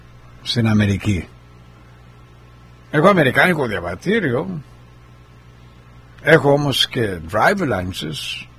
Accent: Argostoli, Ionian Islands, Greece; Εγώ παραδείγματος χάρη που γεννήθηκα στο Αργοστόλι, Κεφαλονιά, είχαμε από τις βρύσες νερό, αλλά δεν το πίναμε αυτό το νερό.

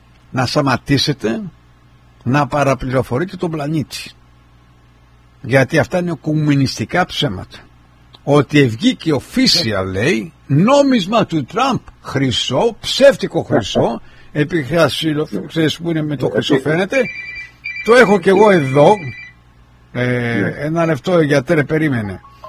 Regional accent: Kefalonia, Ionian Islands, Greece; Εγώ είμαι κεφαλονίτης.

